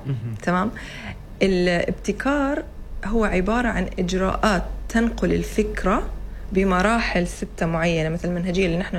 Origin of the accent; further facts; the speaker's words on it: Oman; انا كنت من عمان